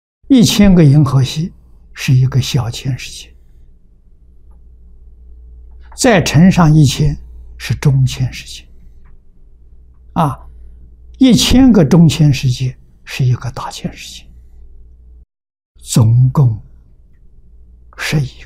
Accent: China; 我们中国人算虚岁

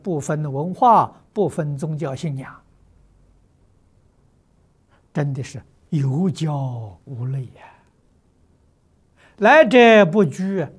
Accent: China

